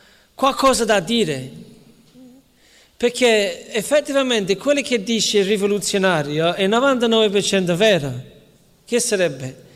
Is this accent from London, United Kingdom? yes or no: yes; London, United Kingdom; moved away; Io sono cresciuto a Londra